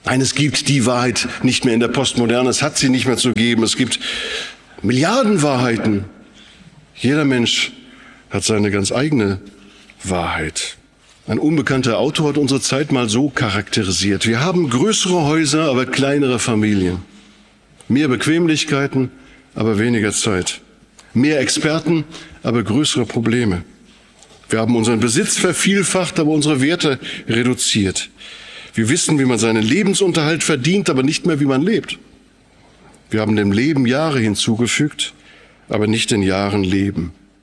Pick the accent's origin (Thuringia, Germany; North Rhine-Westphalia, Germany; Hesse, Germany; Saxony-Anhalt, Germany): North Rhine-Westphalia, Germany; Bei uns im Sauerland, wo wir drei herkommen, da hat man früher manchmal gesagt und vielleicht heute auch noch manchmal, wenn das unsere Oma noch wüsste.